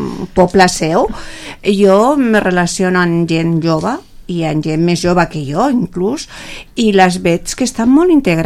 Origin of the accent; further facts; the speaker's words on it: Sant Feliu de Llobregat, Catalonia, Spain; perquè el meu poble, que era Sant Feliu de Llobregat en aquell moment, no tenia tantes coses